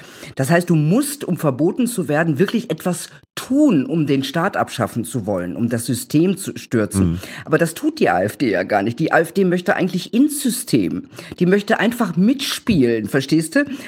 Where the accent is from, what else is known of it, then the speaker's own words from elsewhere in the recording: Gelsenkirchen, North Rhine-Westphalia, Germany; zum Beispiel in meiner alten Heimatstadt Gelsenkirchen.